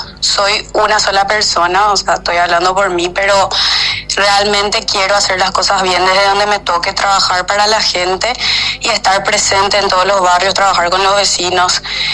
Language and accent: Spanish; Luque, Central, Paraguay; Yo siento demasiado orgullo por mi ciudad, como digo, siempre toda mi vida viví acá, nací en Luque, entonces tengo el arraigo demasiado fuerte por mi ciudad.